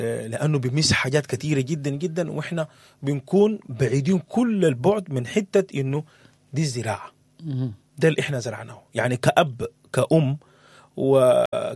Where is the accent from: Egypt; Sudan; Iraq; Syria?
Sudan; الوضع الراهن في السودان ما جاء عن فراغ, في حاجات لابد احنا نقربها كسودانيين